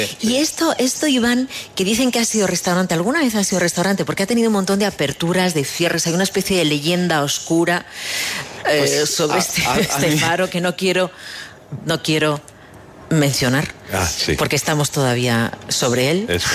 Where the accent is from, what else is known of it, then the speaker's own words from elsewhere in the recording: Madrid, Community of Madrid, Spain; born there; Incluso los que somos nacidos de Madrid, que hemos pasado mil veces por aquí, hemos oído de todo.